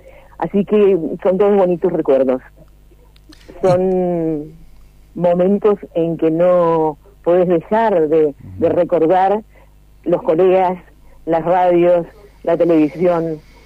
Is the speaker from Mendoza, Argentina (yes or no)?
yes; Mendoza, Argentina; fue el gobierno de la provincia de Mendoza que reconoció a quienes pusieron la voz. Acá no se trajeron locutores de Buenos Aires, no, al contrario. Éramos todas voces locales, con trayectoria